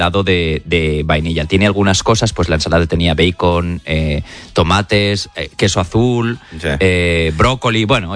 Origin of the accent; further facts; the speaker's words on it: Spain; moved away as an adult; now in Washington, United States; cuando saben que soy español, ¿Barça o Real Madrid? Yo digo, ninguno, yo soy del Valencia. Yo soy che.